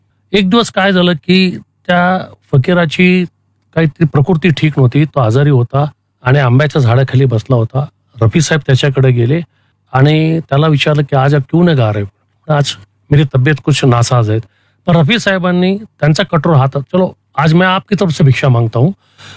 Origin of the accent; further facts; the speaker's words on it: Lasalgaon, Maharashtra, India; माझा जन्म लासलगावला झाला आणि मी दुसरी तिसरीत असताना लासलगावला आमच्या घरासमोर आरजू सिनेमा लागलेला होता, कमलाकर थिएटर.